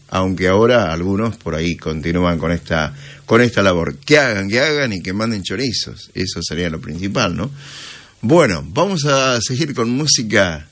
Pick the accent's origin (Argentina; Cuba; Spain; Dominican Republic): Argentina; Urdampilleta, Buenos Aires Province; Yo me acuerdo cuando era chico en mi pueblo, en Urdampilleta